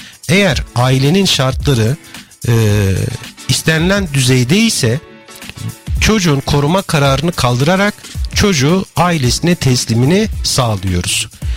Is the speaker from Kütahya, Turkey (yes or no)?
no; Samsat, Adıyaman, Turkey; born there; 1979 Samsat doğumluyum.